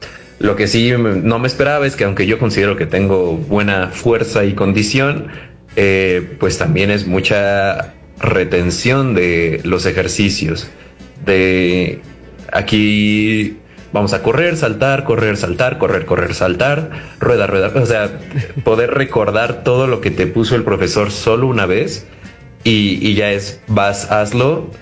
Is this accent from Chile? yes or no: no; Tlalnepantla, State of Mexico, Mexico; yo soy de Tlalnepantla, Estado de México.